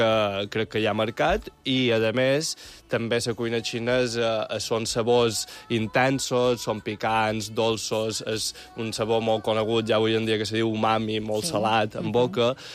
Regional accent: Balearic Islands, Spain; És a dir, jo som mallorquí, tota la meva família és mallorquina, però per casualitat de sa vida, mon pare i mon mare, que eren un poc hippies

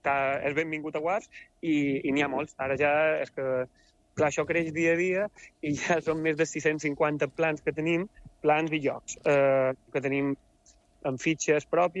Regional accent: Balearic Islands, Spain; now in Mallorca, Spain; Jo soc de Menorca i és mig mallorquina, mig menorquina, tot i que jo soc resident aquí a Mallorca de fa uns anys.

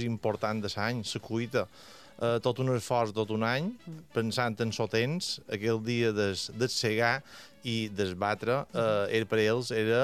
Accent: Porreres, Balearic Islands, Spain; born there

